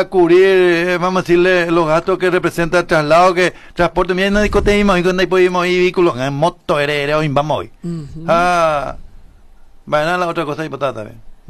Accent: Paraguay; lo que tenemos que atacar como paraguayos, todos

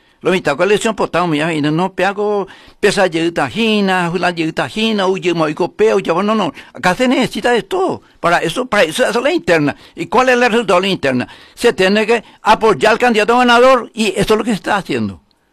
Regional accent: Carapeguá, Paraguarí, Paraguay; siempre como paraguayo, carapegueño, y como el correligionario.

